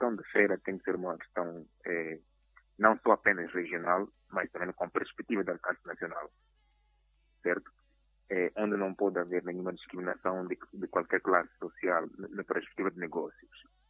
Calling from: Nampula, Mozambique; Falo do Moedir, Nampula.

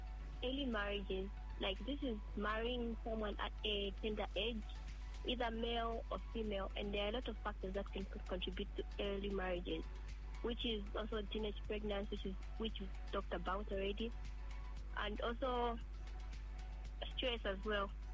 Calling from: Poland; I'm calling from Poland.

